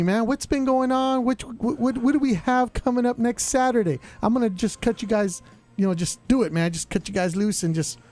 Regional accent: Stockton, California, United States; born there; I was born in Stockton, baby.

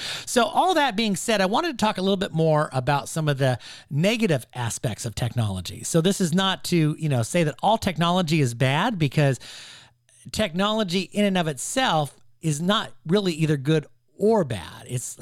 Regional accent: California, United States; I grew up in California.

